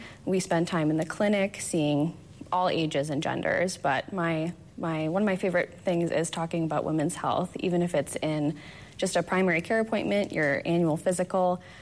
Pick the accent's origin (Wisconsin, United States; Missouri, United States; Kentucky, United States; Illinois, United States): Wisconsin, United States; Madison; moved away as an adult; also born or lived in Milwaukee; now in Upper Peninsula, Michigan, United States; I'm originally from Wisconsin, the Madison area